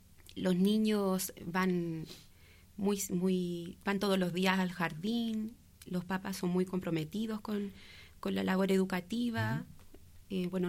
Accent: Rengo, O'Higgins, Chile; Me trasladé acá a Rengo, porque yo soy de acá de Rengo.

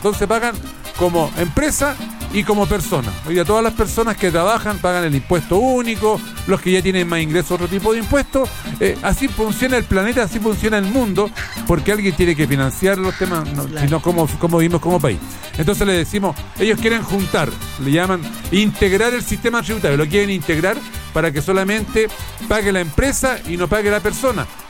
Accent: Antofagasta, Chile

